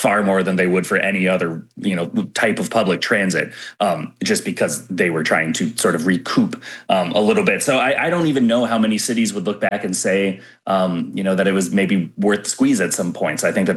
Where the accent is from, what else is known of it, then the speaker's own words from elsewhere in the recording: Minnesota, United States; You know, I'm from Minnesota, which is the land of we all do better when we all do better.